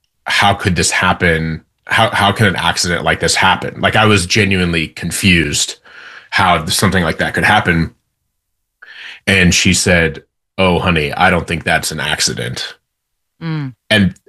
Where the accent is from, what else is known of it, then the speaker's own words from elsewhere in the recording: Indiana, United States; I was living in Indiana. I grew up in Indiana.